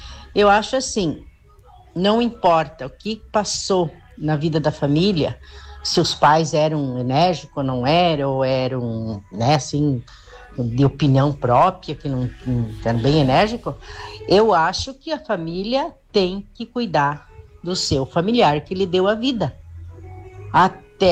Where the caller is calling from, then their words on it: Joaçaba, Santa Catarina, Brazil; sou de Joaçaba.